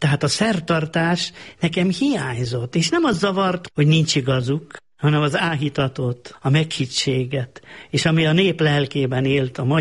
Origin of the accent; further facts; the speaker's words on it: Kunágota, Békés, Hungary; Én háromszor születtem, három szinten. Testben Kunágotán, a drága anyaföldet, ott ismertem meg, ott szerettem meg.